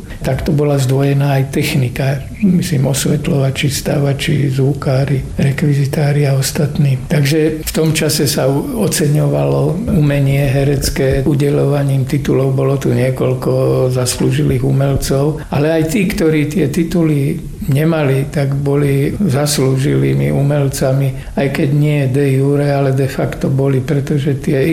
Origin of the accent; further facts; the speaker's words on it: Púchov, Trenčín Region, Slovakia; moved away as an adult; also born or lived in Canada / Žiar nad Hronom; now in Martin, Slovakia; napriek tomu, že som sa narodil až v Kanade, potom vyrastal na Považí v Púchove, tak prežil krásne obdobie, jednu dekádu života v tom Žiari nad Hronom.